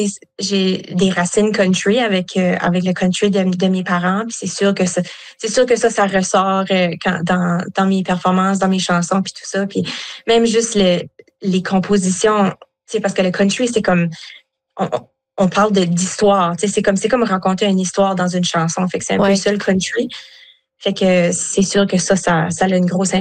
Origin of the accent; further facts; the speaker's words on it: Acadia, Canada; moi, je suis acadienne, là, mes deux parents sont francophones acadiens, mm-hmm. mais j'avais des oncles et des tantes du côté de ma mère puis tout ça qui parlaient anglais. Ça fait que j'ai grandi vraiment bilingue 100%.